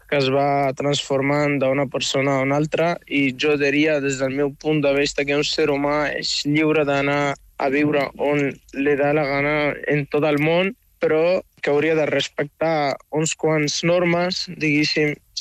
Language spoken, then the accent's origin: Catalan; Morocco; moved away; Una mica sí. Com a migrant marroquí, sí, sincerament.